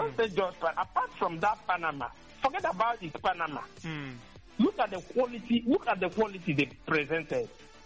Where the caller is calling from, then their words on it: Nigeria; From Abowere Road.